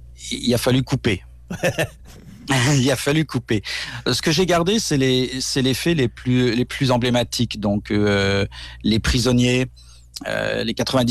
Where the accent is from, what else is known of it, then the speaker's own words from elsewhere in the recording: France; born there; moved away; je suis français d'origine, donc j'ai pas mal baigné là-dedans plutôt.